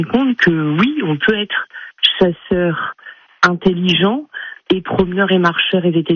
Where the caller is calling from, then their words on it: France; Chez nous, à Mairey-Lessard